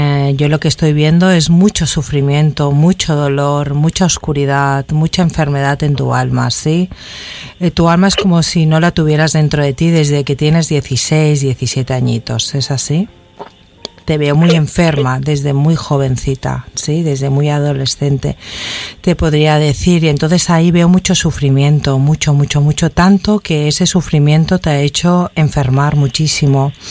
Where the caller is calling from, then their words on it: Mexico City, Mexico